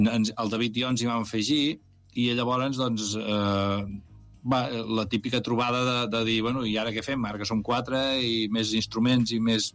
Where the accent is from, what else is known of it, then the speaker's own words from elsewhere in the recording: Valls, Catalonia, Spain; tots som de Valls, per tant ens coneixíem, teníem referències, tots venim d'altres grups i d'altres tendències musicals